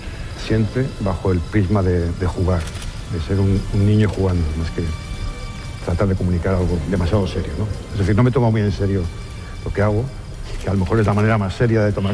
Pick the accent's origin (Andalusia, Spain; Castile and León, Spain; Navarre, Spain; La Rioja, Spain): La Rioja, Spain; Logroño; me hace mucha ilusión exponer aquí en Logroño, en mi tierra, en esta magnífica sala.